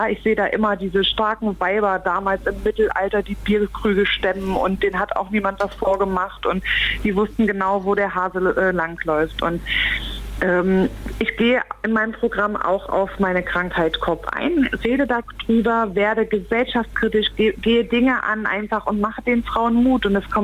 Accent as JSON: {"language": "German", "region": "East Germany", "country": "Germany", "tie": "born or raised there", "said": "Ich bin ein Kind des Ostens"}